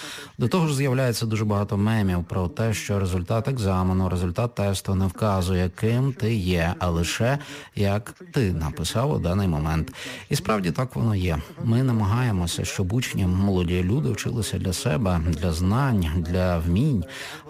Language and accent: Ukrainian; Braniewo, Poland; Хоча я закінчив саме такий ліцей у моєму рідному місті Браняві.